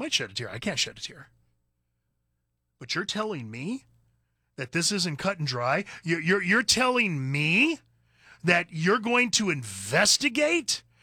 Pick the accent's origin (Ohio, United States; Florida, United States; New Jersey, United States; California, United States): California, United States; Believe me, I grew up in California. I'm telling you, California was a red state at one time.